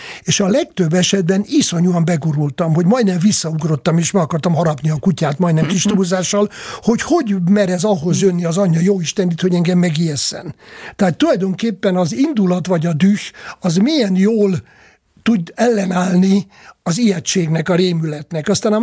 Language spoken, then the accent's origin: Hungarian; Hungary; born there; külvárosban nőttem föl, ilyen angyalföldhöz hasonló, erősen angyalföldszerű külvárosban, ennek megfelelő körítéssel.